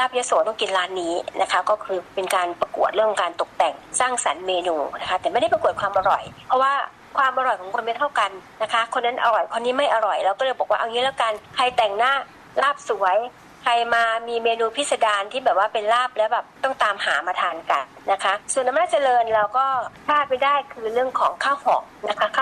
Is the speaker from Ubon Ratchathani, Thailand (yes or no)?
yes; Ubon Ratchathani, Thailand; ในส่วนที่เราทั้งเป็นคนอุบลในเรื่องเป็นคนอุบลเอง